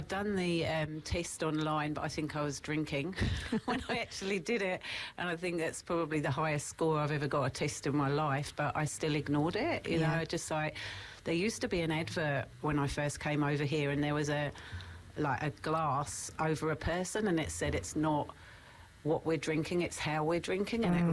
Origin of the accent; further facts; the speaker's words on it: England, United Kingdom; moved away; I come from a family of big drinkers. You know, I come from England.